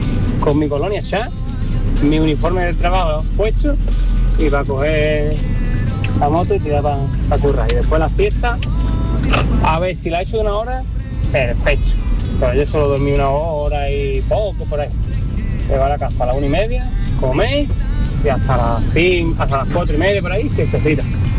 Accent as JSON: {"language": "Spanish", "town": "Málaga", "region": "Andalusia", "country": "Spain"}